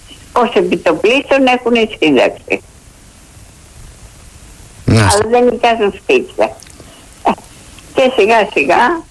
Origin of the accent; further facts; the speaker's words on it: Athens, Attica, Greece; born there; now in Piraeus, Greece; Κοιτάξτε, εγώ Αθήνα γεννήθηκα. Αλλά βέβαια τώρα από χρόνια μένω στο Πειραιά.